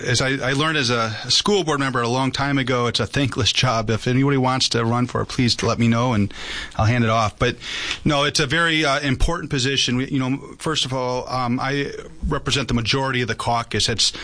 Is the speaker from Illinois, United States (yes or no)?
yes; Chicago, Illinois, United States; Well, I was born in Chicago, mm-hmm. Park Ridge, at least the hospital. Anyways, but I lived most of my life in Chicago. My mom moved me up with my grandmother when I was in third grade.